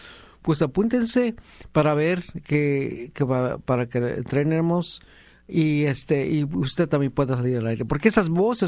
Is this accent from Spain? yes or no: no; Oaxaca, Mexico; Por ejemplo, ahí en mi pueblo, en Oaxaca, en mi niñez, juventud, pues el radio era algo misterioso.